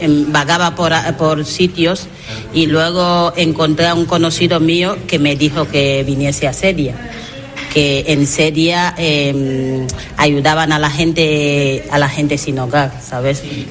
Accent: Equatorial Guinea; toda Guinea, ¿sabes? En mi país somos católicos y nosotros creemos en Dios.

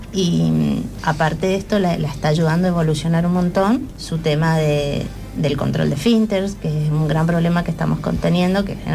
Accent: Argentina; now in Spain; El TEA se lo diagnostican aquí en España, venimos de Argentina.

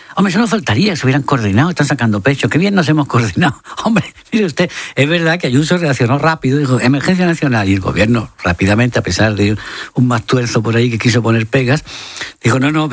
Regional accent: Marchena, Andalusia, Spain; aparte de mi pueblo, de Marchena, etc.

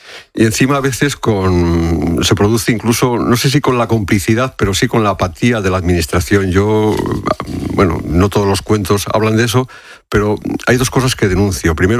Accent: Fermoselle, Castile and León, Spain; Eso es una casa de mi pueblo, de Fermoselle.

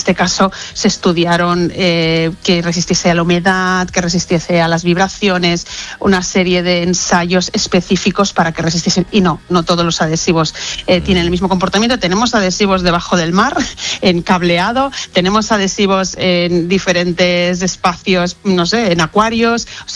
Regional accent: Barcelona, Catalonia, Spain; Yo soy de Barcelona

